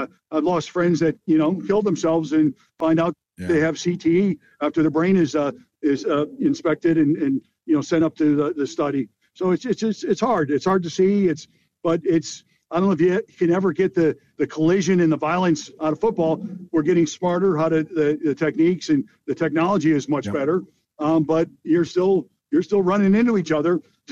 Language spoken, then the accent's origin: English; Chicago, Illinois, United States; I really didn't know much about, you know, the Eagles growing up in Chicago, NFC Central. I was growing up as a Bears fan here.